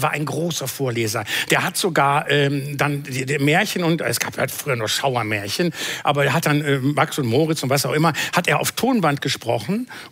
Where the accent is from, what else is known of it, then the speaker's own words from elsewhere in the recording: Bielefeld, North Rhine-Westphalia, Germany; in meiner Heimatstadt Bielefeld